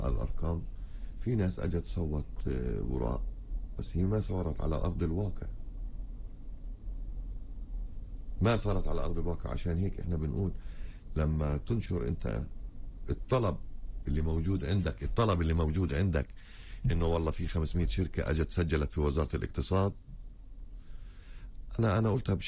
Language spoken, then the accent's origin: Arabic; Palestine; أنا موجود في بلدي بكرامتي بعيلتي بشرفي